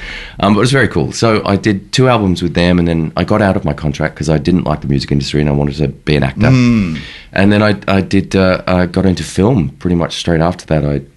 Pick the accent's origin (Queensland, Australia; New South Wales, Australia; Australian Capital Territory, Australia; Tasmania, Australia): New South Wales, Australia; Jindabyne; Oh, look, I'm a country boy. I grew up in Jindabyne in rural New South Wales.